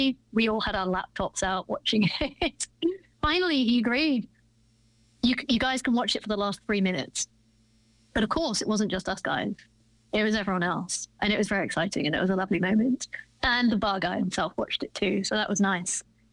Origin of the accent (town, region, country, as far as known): England, United Kingdom; now in United States